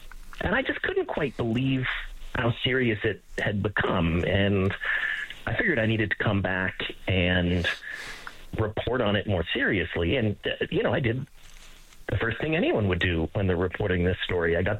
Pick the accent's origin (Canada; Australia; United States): Canada; Calgary, Alberta; also born or lived in Edmonton; Yeah, so I'm from Alberta. I grew up in Calgary, born in Edmonton.